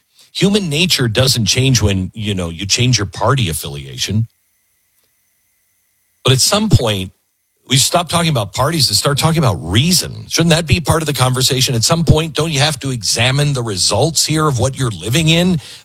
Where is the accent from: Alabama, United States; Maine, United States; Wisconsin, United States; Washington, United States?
Washington, United States; Mount Vernon; I grew up in, don't hold this against me, I grew up in the Seattle area, Mount Vernon, Washington, a little teeny town north of Seattle.